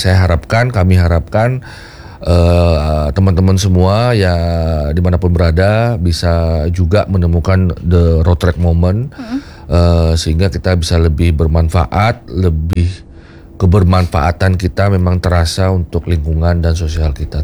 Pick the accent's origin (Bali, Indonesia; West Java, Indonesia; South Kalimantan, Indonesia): Bali, Indonesia; memang mencirikan kalau kita orang Bali, budaya kita di Luhung, sebagai orang timur yang beradab begitu, di mana Trihita Karana itu menjadi jiwa gitu ya, menjadi landasan kita hidup di Bali.